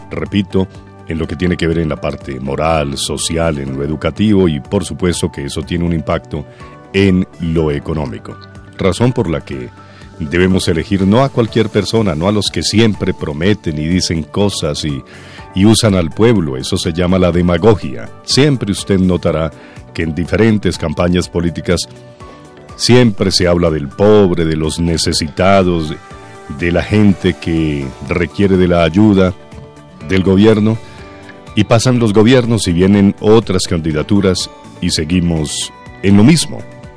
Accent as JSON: {"language": "Spanish", "country": "Colombia"}